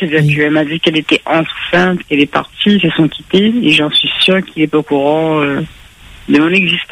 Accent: France; moved away as an adult; now in Réunion, France; je suis née à La Réunion, mais j'ai grandi en métropole. Je suis revenue il y a très peu de temps par rapport à mon travail.

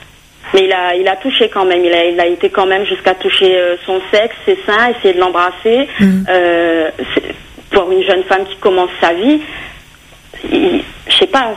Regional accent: Réunion; born there; on est nés à La Réunion.

